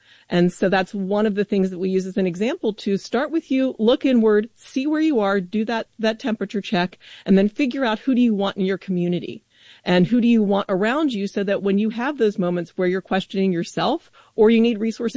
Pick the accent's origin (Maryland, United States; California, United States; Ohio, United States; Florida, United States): Maryland, United States; I'm from Maryland, grew up in a public school system